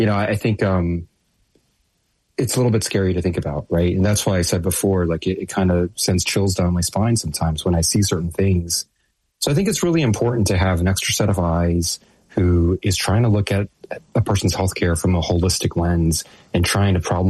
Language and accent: English; Texas, United States; I grew up in Texas playing football.